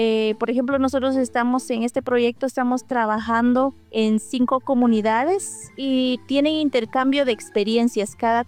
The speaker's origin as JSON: {"language": "Spanish", "country": "Guatemala", "first_language": "Q'eqchi'", "said": "Tenemos una planta que nosotros en nuestro dialecto aquí en esta región que se habla Ekchi, se llama Tiekualba."}